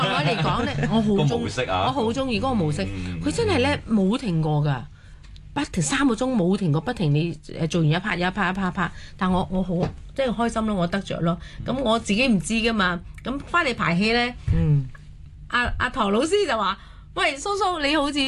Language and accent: Cantonese; Macau; 我是澳門一個土生土長的人